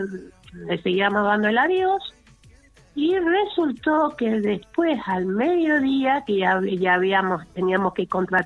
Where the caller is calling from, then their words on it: Godoy Cruz, Mendoza, Argentina; Soy de Godoy Cruz.